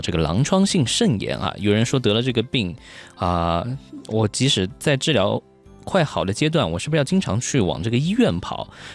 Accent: Yunnan, China; 我们云南人说了一句话，我们云南是高原，

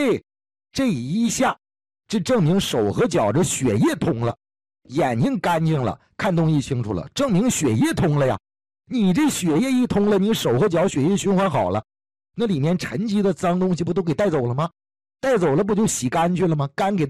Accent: Northeast China, China; 我是东北人啊，我们东北老家有一句话

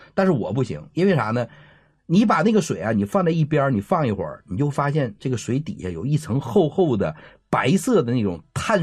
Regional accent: China

